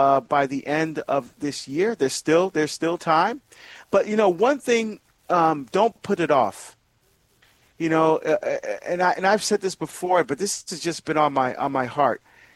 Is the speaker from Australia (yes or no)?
no; Barbados; as many of you know, I'm from Barbados, and I'm getting a chance to go home and visit family. Most of my family are still there